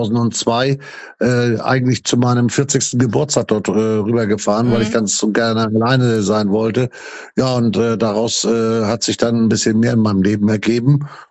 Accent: Fehmarn, Schleswig-Holstein, Germany; moved away as an adult; now in Thailand; Ich bin auf der Ostseeinsel Fehmarn ja groß geworden.

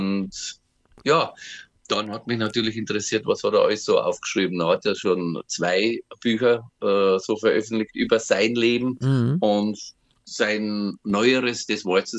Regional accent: Bavaria, Germany; da fühle ich mich eigentlich, so blöd es klingt, als Bayer in Österreich am wohlsten

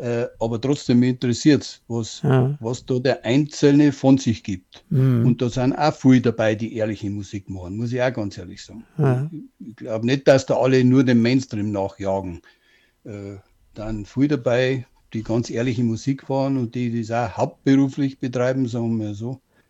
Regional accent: Bavaria, Germany; accent: Bavarian; first language Bavarian; in meiner Muttersprache bayerisch besser.

